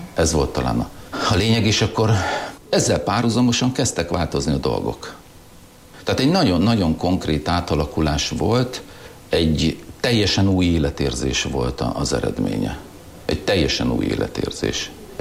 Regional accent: Western Hungary, Hungary; first language German; Hungarian is a second language; Én eredetileg német nemzetiségű vagyok. Hient.

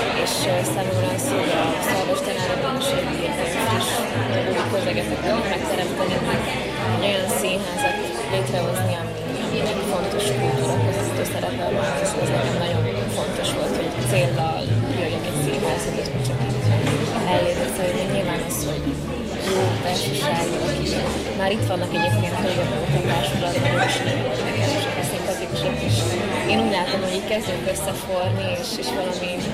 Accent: Budapest, Hungary; moved away as an adult; én Pesti vagyok alapvetően, és most leköltöztünk

